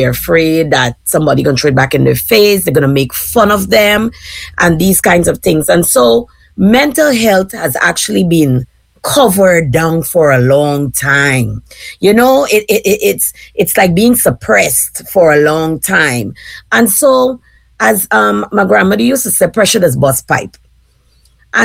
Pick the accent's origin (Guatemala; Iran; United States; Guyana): Guyana; moved away as an adult; So I will start with the fact that I grew up in Guyana. I only migrated here approximately about 10 years.